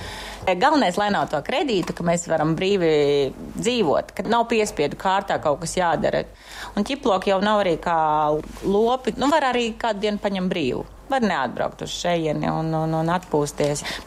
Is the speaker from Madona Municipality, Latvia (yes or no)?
yes; Sausnēja, Madona Municipality, Latvia; es esmu no Sausnājas, kas ir 10 km no Ērgļiem. Privāta māja, bet turpat bija skola, mamma bija skolotāja.